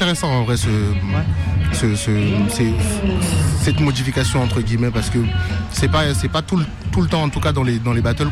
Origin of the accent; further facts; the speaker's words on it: Lyon, Auvergne-Rhône-Alpes, France; moi, je viens de Lyon.